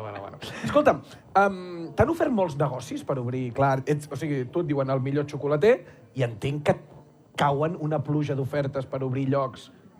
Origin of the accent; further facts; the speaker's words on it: Santa Eulàlia de Riuprimer, Catalonia, Spain; Soc de Santa Eulàlia de Riuprimer.